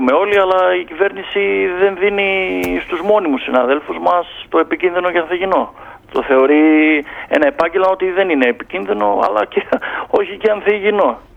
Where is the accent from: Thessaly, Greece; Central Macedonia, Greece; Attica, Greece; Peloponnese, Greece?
Central Macedonia, Greece; Thessaloniki; Εδώ στη Θεσσαλονίκη, γιατί τυχαίνει να είμαι Θεσσαλονικιός και να υπηρετώ στον τρίτο πυροσβεστικό σταθμό Θεσσαλονίκης, οι βάρδιες δεν βγαίνουν.